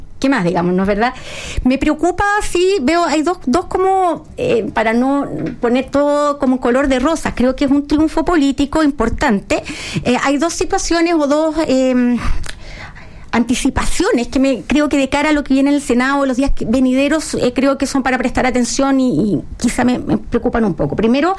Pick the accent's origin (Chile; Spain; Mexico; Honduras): Chile; estos últimos años que venimos viviendo como chilenos.